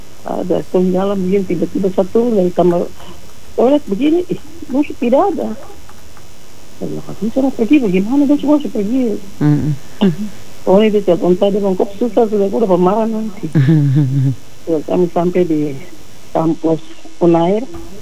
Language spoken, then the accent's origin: Indonesian; Papua, Indonesia; Kami Papua diistimewakan sekali.